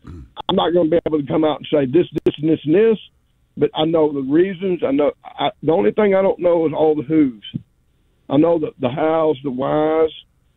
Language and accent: English; Texas, United States; all my life, I grew up in Texas.